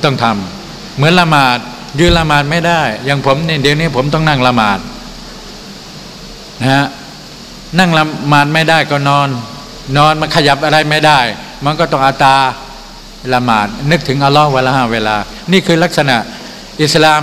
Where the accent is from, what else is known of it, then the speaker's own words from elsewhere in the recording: Chachoengsao, Thailand; also born or lived in Bangkok; ผมเป็นคนฉะเชิงเทราไม่มีเลือดใต้เลือดอะไรทั้งสิ้นนะฮะแต่ว่าไอ้ต้นตระกูลมาจากไหนผมไม่รู้